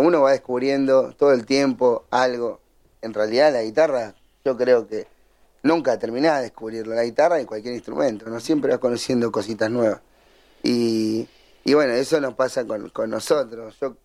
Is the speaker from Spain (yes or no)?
no; Don Torcuato, Buenos Aires Province, Argentina; Somos de Don Torcuato